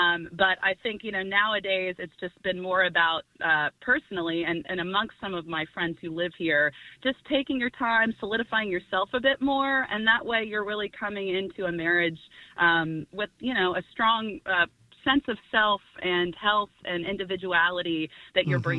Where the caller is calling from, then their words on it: New York, United States; I'm 42 years old. I've lived here in New York for almost 20 years.